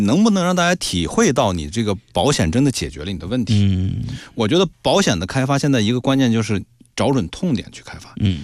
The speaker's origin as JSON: {"language": "Chinese", "country": "China"}